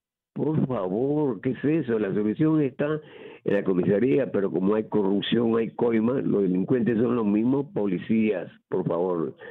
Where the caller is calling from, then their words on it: Lima, Peru; yo vivo en San Juan de Miraflores, he visto acá en mi barrio